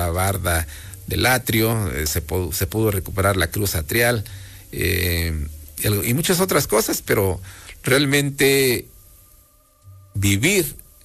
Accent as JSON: {"language": "Spanish", "town": "Izúcar de Matamoros", "region": "Puebla", "country": "Mexico", "said": "En el caso de mi barrio, Los Reyes, pues decimos, yo soy de Los Reyes, pero Los Reyes tiene un nombre prehispánico que es Xoquitlán."}